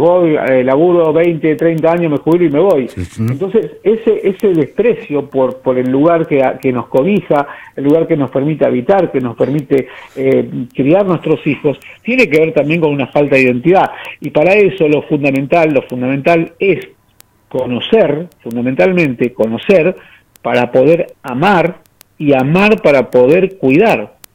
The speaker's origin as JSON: {"language": "Spanish", "town": "Río Turbio", "region": "Santa Cruz", "country": "Argentina", "tie": "born or raised there", "said": "la familia minera es una familia, es el contexto en el que yo me crío. Conozco la historia de mi pueblo en la mesa familiar de todos los días"}